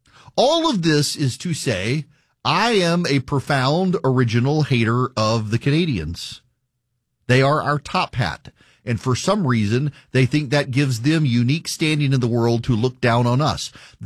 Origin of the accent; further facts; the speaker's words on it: Louisiana, United States; I had French from sixth grade through 12th grade, and I'm from Louisiana, where there's a lot of French stuff.